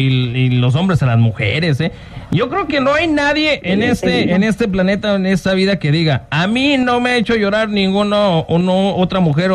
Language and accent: Spanish; Mexico; tú sabes cómo somos los mexicanos